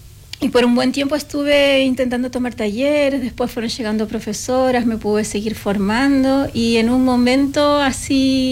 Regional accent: Villa Gesell, Buenos Aires Province, Argentina; moved away as an adult; now in Coyhaique, Chile; yo llegué a vivir a Aysén en el 2004, o sea, a Coyhaique directamente, y yo vengo de Argentina, claro, de un lugar donde hay como mucha oferta, ¿verdad? Yo me formé en un lugar comunitario también, en la ciudad de Villa Gesell

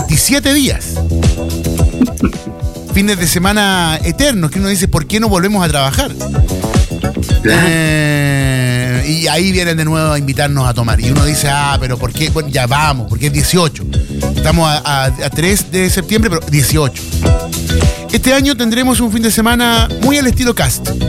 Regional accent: Chile; Como chileno, me encanta.

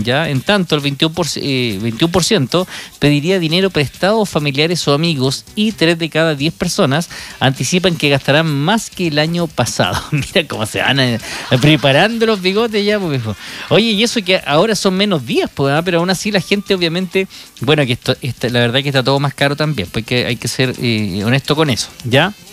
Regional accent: Chile; cómo somos los chilenos

